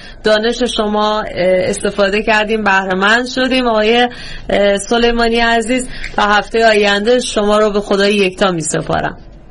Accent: Iran; من که در ایران بعد از انقلاب بزرگ شدم.

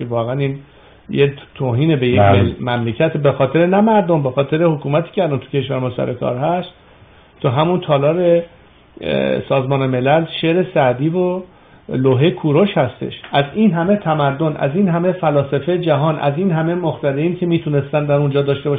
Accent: Iran; moved away; به عنوان یک ایرانی

